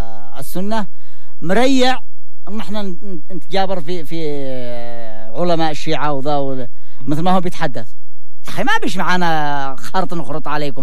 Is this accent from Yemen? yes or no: yes; Yemen; احنا من اليمن